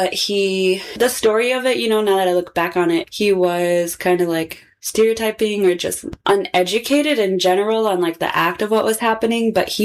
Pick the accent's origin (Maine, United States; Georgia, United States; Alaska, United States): Alaska, United States; Barrow; Growing up in Barrow, I was never like Inuit.